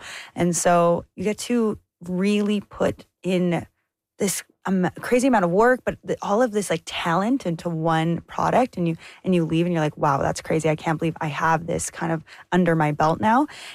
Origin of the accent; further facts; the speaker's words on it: Thunder Bay, Ontario, Canada; I was from Thunder Bay, Ontario. And yes, it's a city, but it's a northern city. We're a little bit secluded.